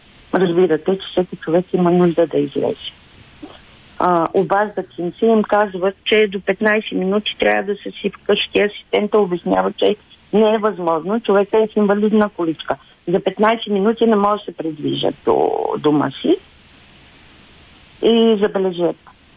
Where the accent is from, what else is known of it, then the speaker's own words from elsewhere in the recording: Gabrovo, Gabrovo Province, Bulgaria; Да, аз съм от Габрово.